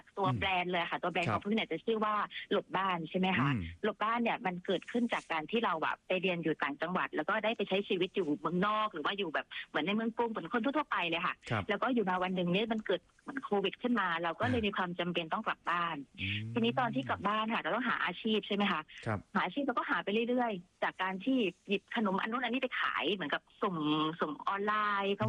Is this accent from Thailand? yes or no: yes; Phatthalung, Thailand; born there; moved away as an adult; เป็นสาวพัทลุงโดยกำเนิดนะคะ